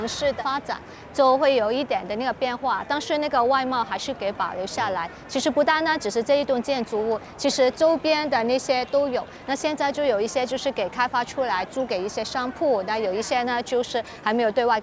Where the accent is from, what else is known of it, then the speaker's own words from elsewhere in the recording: Macau; 我们澳门人